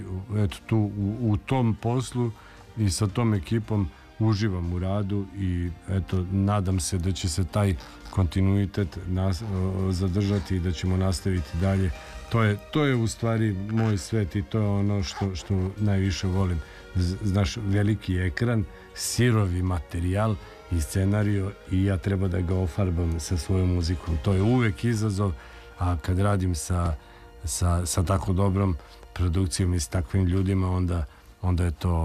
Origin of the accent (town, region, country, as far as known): Vojvodina, Serbia